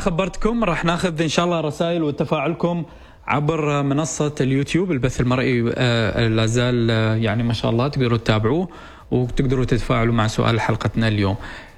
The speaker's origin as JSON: {"language": "Arabic", "country": "Oman"}